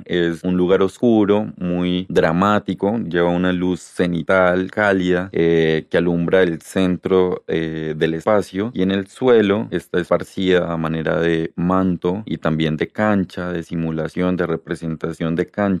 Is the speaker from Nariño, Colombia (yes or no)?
yes; Nariño, Colombia; Yo vengo de Nariño, del sur de Colombia, de un pueblito que queda 4 horas de Pasto, y claro, pues toda esta fuerza andina con la que crecí, con la que comencé a acercarme y a entender de dónde vienen mis raíces